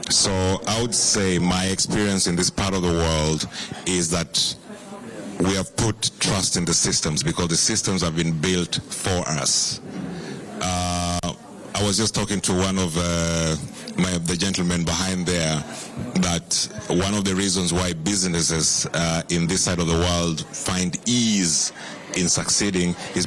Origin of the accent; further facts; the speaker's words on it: Kenya; moved away as an adult; now in Finland; I'm very well connected with home. I travel to Kenya twice, three times a year.